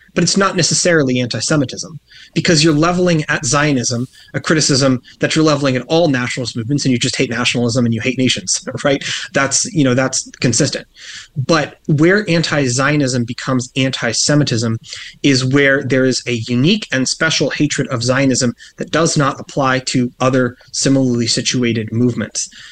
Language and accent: English; United States; I am fundamentally defined by the fact that I'm an American as a human being.